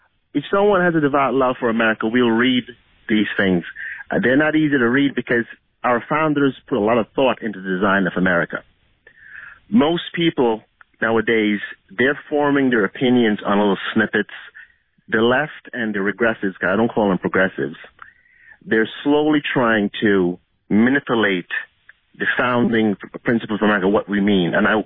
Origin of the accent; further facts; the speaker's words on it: Jamaica; now in United States; I'm an immigrant from Jamaica.